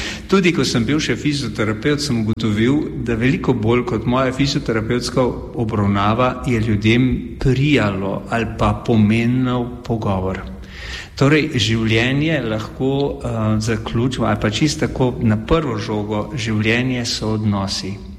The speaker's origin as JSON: {"language": "Slovenian", "town": "Mozirje", "region": "Savinjska", "country": "Slovenia", "tie": "born or raised there", "also_born_or_lived": "Celje / Prekmurje", "moved": "yes", "lives_now": "Ptujska Gora, Slovenia", "said": "odraščal sem v Mozirju, potem obiskoval gimnazijo v Celju"}